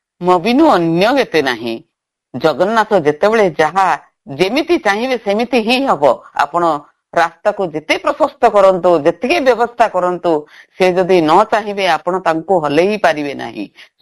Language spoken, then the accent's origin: Odia; Odisha, India; ଆମେ ଓଡ଼ିଆ, ଆମେ ବଢିଆ, ଆମ ଜଗନ୍ନାଥ ବଢିଆ, ଆମ ସଂସ୍କୃତି ବଢିଆ